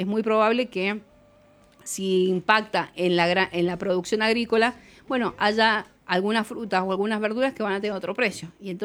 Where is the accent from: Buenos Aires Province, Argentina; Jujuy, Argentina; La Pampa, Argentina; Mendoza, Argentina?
Mendoza, Argentina; para nosotros como mendocinos